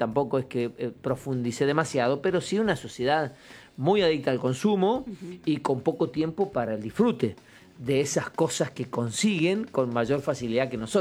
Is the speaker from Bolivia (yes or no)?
no; Argentina; estoy muy orgulloso de ser de donde soy, ¿no? Más argentino que nunca, con todos los líos que tenemos.